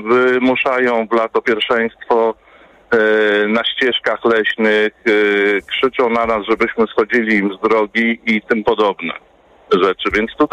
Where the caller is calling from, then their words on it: Warsaw, Masovian Voivodeship, Poland; też mieszkam w Warszawie